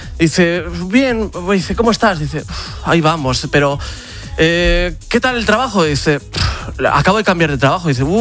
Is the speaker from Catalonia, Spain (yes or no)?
no; Ávila, Castile and León, Spain; Yo voy a tirar por mi tierra, por Ávila